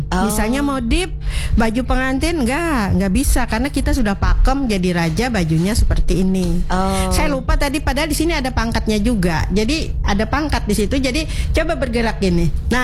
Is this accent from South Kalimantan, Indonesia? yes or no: yes; South Kalimantan, Indonesia; Kita dari Hulu Sungai.